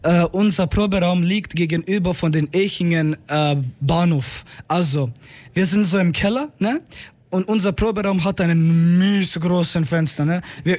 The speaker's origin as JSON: {"language": "German", "country": "Croatia", "said": "Ich bin fast 18. Ich komme aus Mundoking. Ich bin Kroate."}